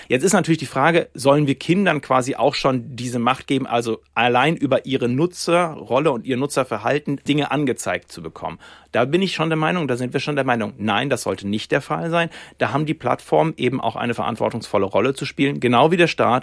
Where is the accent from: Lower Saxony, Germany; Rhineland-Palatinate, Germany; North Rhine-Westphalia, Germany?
Lower Saxony, Germany; Ich bin aufgewachsen in Ostfriesland. Das ist sehr rural, sehr ländlich